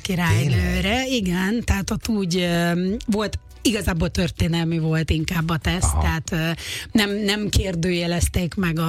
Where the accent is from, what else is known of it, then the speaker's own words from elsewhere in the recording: Hungary; hogy én soha nem is akartam kint maradni, magyar vagyok, és az is maradtam.